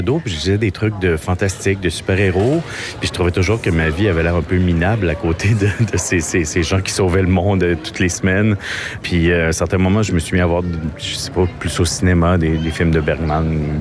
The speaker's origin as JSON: {"language": "French", "town": "Île d'Orléans", "region": "Quebec", "country": "Canada", "lives_now": "Montreal, Canada", "said": "je suis originaire de l'île d'Orléans, j'habite à Montréal maintenant."}